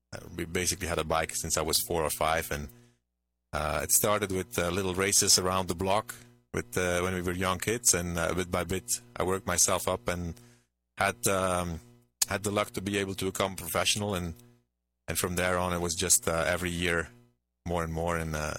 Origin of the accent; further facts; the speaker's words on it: Belgium; I'm from Belgium. And in Belgium, it's the second most important sport to soccer.